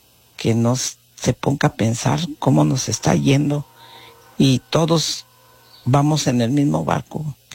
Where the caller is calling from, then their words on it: Mexico; todos los que vamos a misa somos mexicanos